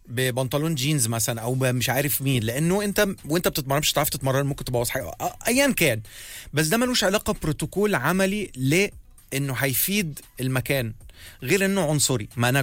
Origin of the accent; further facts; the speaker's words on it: Minya Governorate, Egypt; انا صعيدي, ما انا من المنيا.